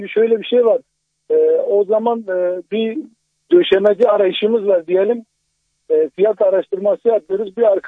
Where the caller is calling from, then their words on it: Bursa, Turkey; Bursa'dan arıyorum.